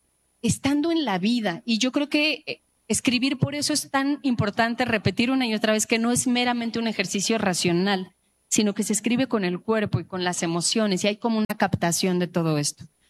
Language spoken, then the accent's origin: Spanish; Mexico; Pues porque soy mexicana.